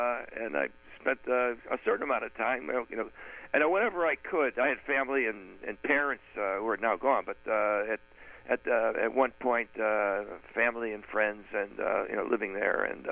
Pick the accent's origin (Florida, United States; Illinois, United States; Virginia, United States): Illinois, United States; Chicago; moved away; I was born and raised in Chicago, and I spent a good part of my boyhood sneaking into Wrigley Field with my friends from the west side of Chicago. And later I moved to the north side about 3-4 miles from Wrigley Field.